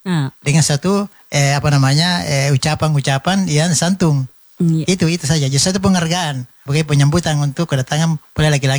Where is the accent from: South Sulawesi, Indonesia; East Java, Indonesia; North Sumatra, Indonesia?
South Sulawesi, Indonesia; Makassar; kita orang Makassar